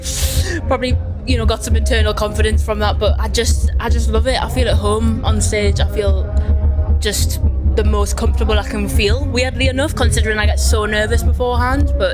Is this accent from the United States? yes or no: no; Whitley Bay, North East England, United Kingdom; I grew up on Whitley Bay